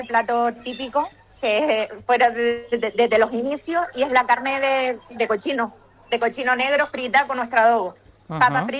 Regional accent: Santa Lucía de Tirajana, Canary Islands, Spain; Yo soy de Ingenio de Santa Lucía de Tirajana.

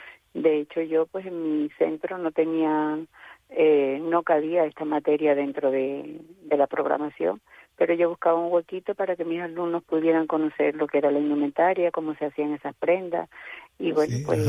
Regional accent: Canary Islands, Spain

